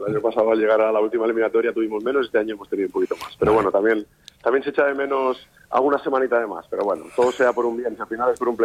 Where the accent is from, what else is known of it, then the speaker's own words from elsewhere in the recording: Lleida, Catalonia, Spain; yo soy de Lleida